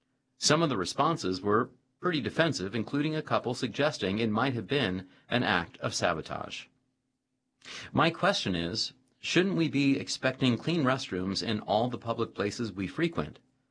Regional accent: Florida, United States; I'm aware that in my home state of Florida, the Buc-ee's location in Daytona Beach has been attracting more visitors than the famed Daytona International Speedway.

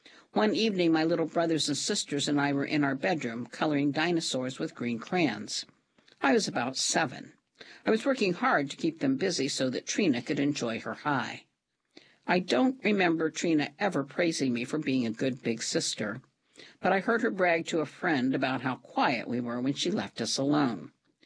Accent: Lexington, Kentucky, United States; from Kentucky, and I was raised in a crack house. At the Charlotte Court Housing Project in Lexington, Kentucky

